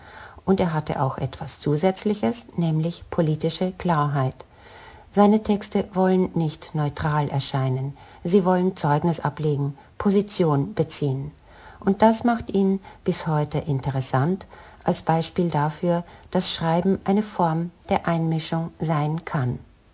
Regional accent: Austria; Ich bin Österreicherin und verbringe jedes Jahr viele Monate in Spanien.

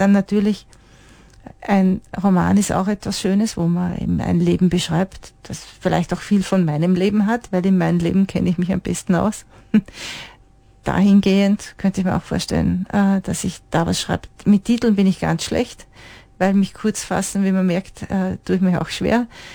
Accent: Austria; Ich lebe sehr gerne in Österreich.

